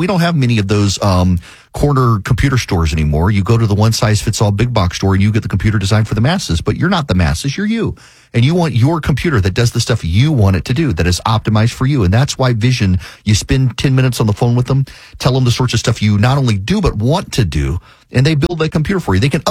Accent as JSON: {"language": "English", "region": "Louisiana", "country": "United States", "tie": "born or raised there", "said": "Paul Harvey had the stronger signal growing up in Louisiana. WYNK, in Baton Rouge, he was on the country station, and for 15 minutes, you'd have Paul Harvey."}